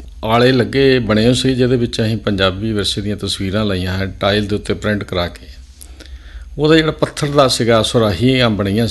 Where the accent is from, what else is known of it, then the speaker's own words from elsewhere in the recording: Dhani Pind, Punjab, India; ਮੇਰਾ ਪਿੰਡ ਧਨੀ ਪਿੰਡ ਹੈ, ਜੰਡਿਆਲਾ ਤੋਂ ਨਕੋਦਰ ਰੋਡ ਦੇ ਉੱਤੇ, ਫਗਵਾੜਾ ਤੋਂ 13 ਕਿਲੋਮੀਟਰ 'ਤੇ ਸਥਿਤ ਹੈ